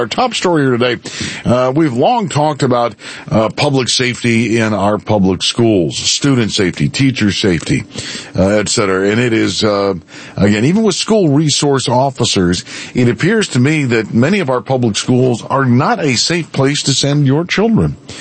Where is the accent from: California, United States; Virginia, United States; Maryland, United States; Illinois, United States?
Maryland, United States; Bowie; Prince George's County, which is where I grew up in Bowie, and went to school in Hyattsville, down at the Math Lab.